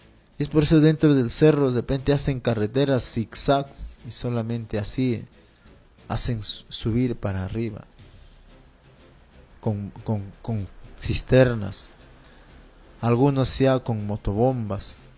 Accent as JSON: {"language": "Spanish", "town": "Ricrán", "region": "Junín", "country": "Peru", "tie": "born or raised there", "moved": "yes", "said": "mi pueblo querido, mi pueblo añorado, donde me vio nacer. Es el distrito de Arricrán, o su anexo, primeramente el anexo de Tambillo, que ahora ya son llamados centros poblados, Tambillo y distrito de Arricrán, provincia"}